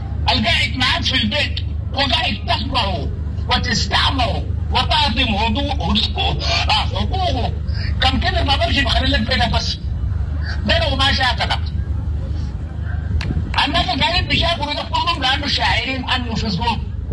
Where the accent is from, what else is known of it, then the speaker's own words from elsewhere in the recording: Sudan; يعني الجيش السوداني نجي نقول عليه كنا نقول في الأرض كسودانيين